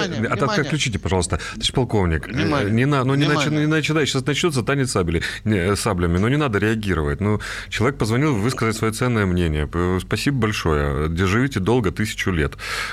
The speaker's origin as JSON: {"language": "Russian", "town": "Donetsk", "region": "Donetsk Oblast", "country": "Ukraine", "said": "я же из Донецка."}